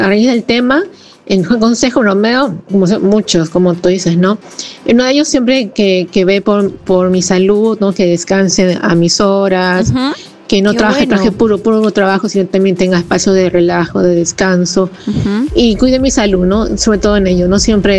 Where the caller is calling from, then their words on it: Ventanilla, Callao, Peru; de Ventanilla.